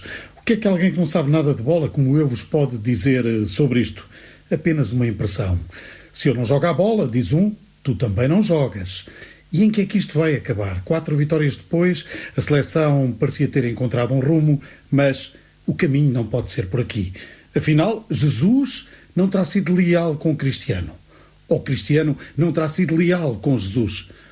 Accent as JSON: {"language": "Portuguese", "country": "Portugal"}